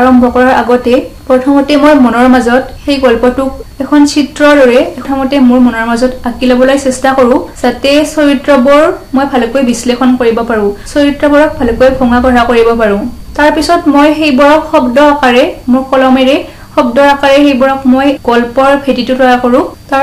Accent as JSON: {"language": "Assamese", "town": "Patacharkuchi", "region": "Assam", "country": "India", "tie": "born or raised there", "said": "তাৰপিছত পাঠশালাৰ ভিতৰৰ এখন ঠাই পেটাচাগুচিত মোৰ শৈশৱকালটো পাৰ হৈছিলে।"}